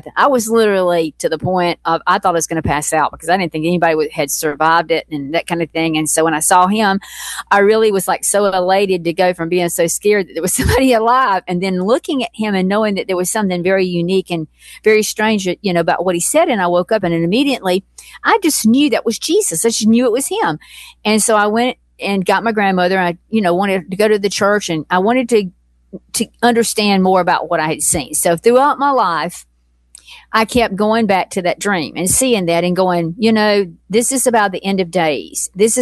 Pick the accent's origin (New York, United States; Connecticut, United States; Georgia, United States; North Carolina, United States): Georgia, United States; when I was growing up in South Georgia, I mean, I didn't even have a telephone in my home.